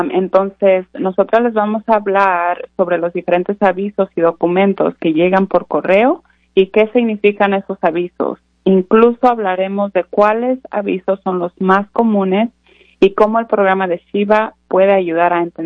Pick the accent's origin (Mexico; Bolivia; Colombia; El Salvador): Mexico; Michoacán; now in Olympia, United States; Mi título es especialista de Medicare. Vivo en Olympia, pero soy originariamente de Michoacán, México.